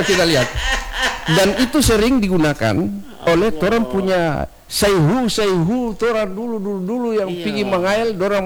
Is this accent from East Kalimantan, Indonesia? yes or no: no; Ternate, North Maluku, Indonesia; kita orang Ternate sebenarnya kaya sekali dengan orang punya budaya ini.